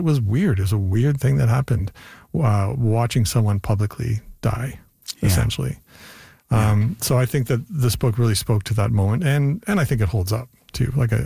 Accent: Canada

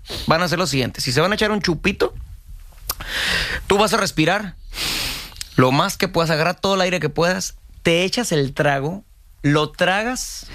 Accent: Mexico; porque pues somos mexicanos y nos gusta el tequila, es una bebida tradicional de nosotros, de Jalisco.

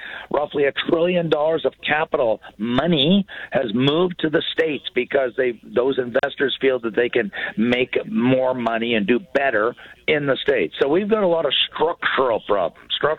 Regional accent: Canada; now, remember, I'm a Canadian. I'm here on Canadian dollars.

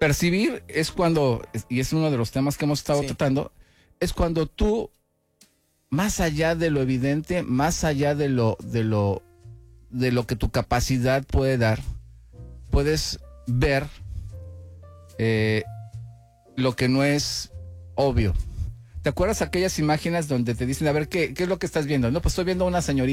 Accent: Mexico

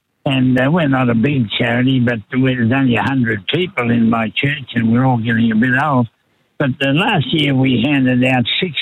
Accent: Australia; We're going to talk about how we can become better Australians and think about what we can do to make us a caring

